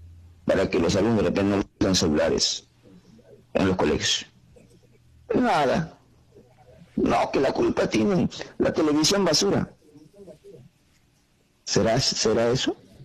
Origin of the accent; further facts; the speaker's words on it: Lima, Peru; born there; also born or lived in Abancay, Apurímac, Peru; Yo cuando yo vine a la sierra era cholito, pues no, de dos años, tres años, vine de Abancay y Palima. ¿Qué hacía con el niño? Me trompea, la agarra trompea, le rompía la cabeza ya. No me dejaba. … me trompeaba con limeños. En Lince, en mi colegio, en mi barrio